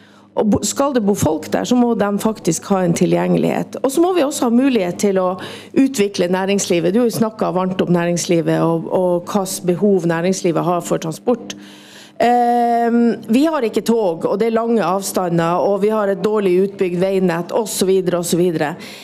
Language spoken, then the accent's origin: Norwegian; Sørøya, Finnmark, Norway